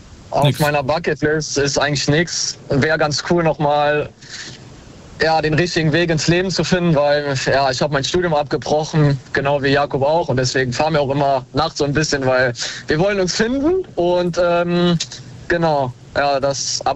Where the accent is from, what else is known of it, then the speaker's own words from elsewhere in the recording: Wittlich, Rhineland-Palatinate, Germany; Jawohl, ich bin aus Wittlich.